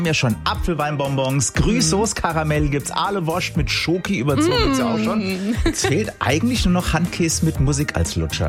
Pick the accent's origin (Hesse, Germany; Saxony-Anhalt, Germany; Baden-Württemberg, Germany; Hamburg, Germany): Hesse, Germany; Und was die Schweden können, das können wir Hessen erst recht.